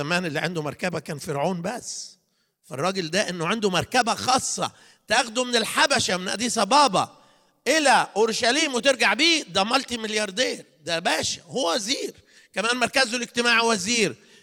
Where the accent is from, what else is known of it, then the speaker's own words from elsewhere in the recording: Egypt; now in Netherlands; انا مصري وابويا مصري